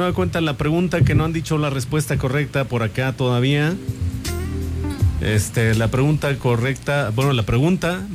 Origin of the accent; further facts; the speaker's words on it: Morelia, Michoacán, Mexico; born there; moved away; Es de allá donde yo nací. Yo nací en Michoacán, en Morelia, Michoacán.